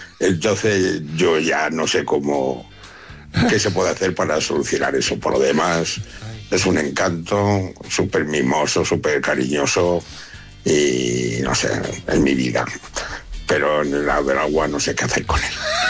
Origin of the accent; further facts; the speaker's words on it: Segovia, Castile and León, Spain; soy de Segovia.